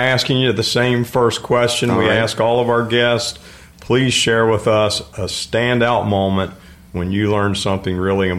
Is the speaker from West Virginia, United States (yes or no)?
yes; West Virginia, United States; born and raised in West Virginia, a husband, a father, a new grandfather, and a retired military leader